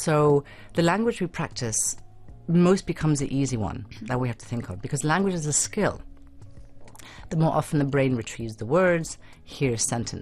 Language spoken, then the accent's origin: English; England, United Kingdom; now in Oman; I'm obviously English. However, I don't speak Arabic, unfortunately.